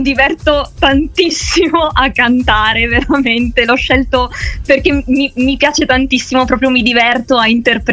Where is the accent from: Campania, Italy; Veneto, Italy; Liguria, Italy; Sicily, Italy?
Veneto, Italy; Verona; io sono originaria di Verona, quindi Veneto.